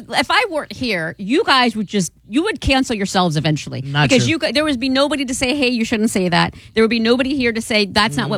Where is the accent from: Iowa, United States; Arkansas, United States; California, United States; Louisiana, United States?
Iowa, United States; Fort Madison; moved away; Little tiny town that nobody's ever heard of called Fort Madison. It's in the southeast corner of Iowa.